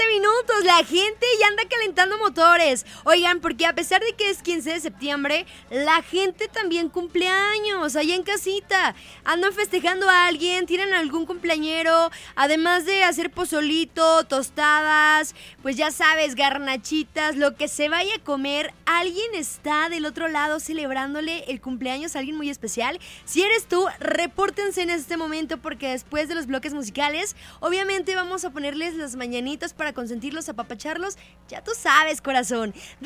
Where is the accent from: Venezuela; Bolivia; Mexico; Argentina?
Mexico; como mexicanos, ni la lluvia ni el frío nos va a parar esta fiesta que llevamos dentro.